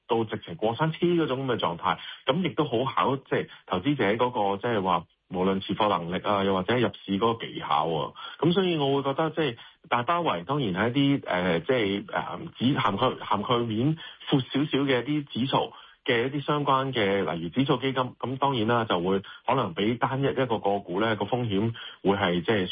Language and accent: Cantonese; Hong Kong; 作為一個香港人